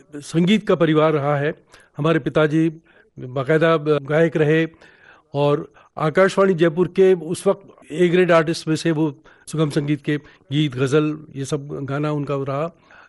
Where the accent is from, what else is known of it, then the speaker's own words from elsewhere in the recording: Nagpur, Maharashtra, India; born there; तो मेरा जन्म भी नागपुर में हुआ। लेकिन आंध्रा में हमारा संपर्क